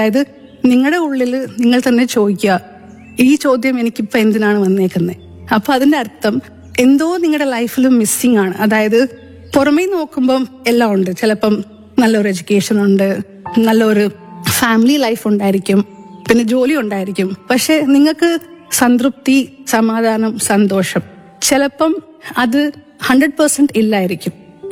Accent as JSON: {"language": "Malayalam", "town": "Bangalore", "region": "Karnataka", "country": "India", "tie": "born or raised there", "also_born_or_lived": "Kottarakkara", "said": "ഞാൻ ബാംഗ്ലൂരിലെ താമസം. ജനിച്ചത് ഇവിടെ കൊട്ടാരക്കരയിലാണ്. പക്ഷേ എന്റെ പഠിത്തം, കോളേജ്, സ്കൂൾ, ജീവിതം മൊത്തം ബാംഗ്ലൂരിലാണ്."}